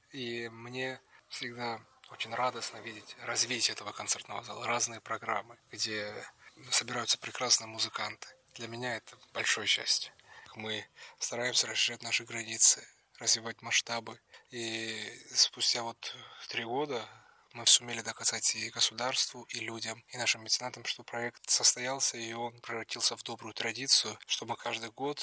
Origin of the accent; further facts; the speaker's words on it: Pitsunda, Abkhazia, Georgia; Так как наш фестиваль называется Пицунский, есть ощущение и желание сделать город это лучше, мой родной город, и привнести в него какое-то свое прочтение.